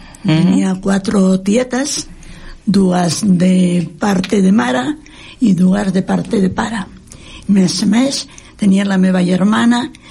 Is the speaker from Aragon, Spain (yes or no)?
yes; Aragon, Spain; Catalan is a second language; now in Catalonia, Spain; Jo soc d'Aragó, de la part de les cinc villes